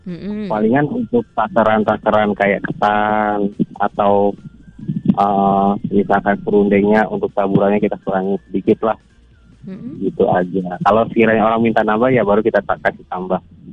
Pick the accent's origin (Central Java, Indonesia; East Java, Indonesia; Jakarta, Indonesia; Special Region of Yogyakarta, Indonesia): Jakarta, Indonesia; Biarpun kita anak Betawi